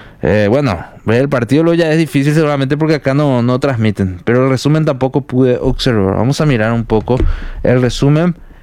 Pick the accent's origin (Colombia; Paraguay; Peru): Paraguay